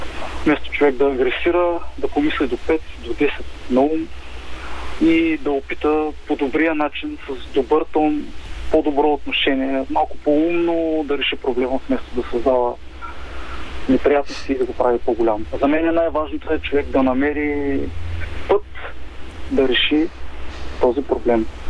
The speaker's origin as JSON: {"language": "Bulgarian", "town": "Burgas", "region": "Burgas Province", "country": "Bulgaria", "said": "Да, ние сме от Бургас."}